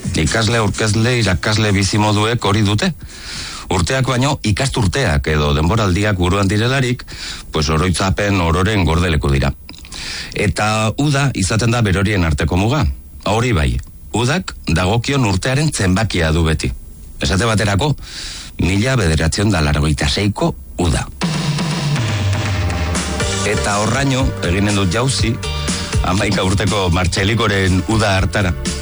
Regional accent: Pamplona, Navarre, Spain; Txikitatik irakatsi digute, iruindarroi, ba, munduko festarik onenak direla.

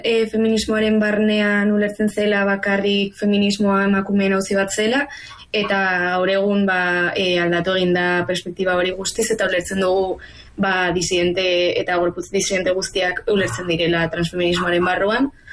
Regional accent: Tafalla, Navarre, Spain; azken finean Tafallaldekoa gara

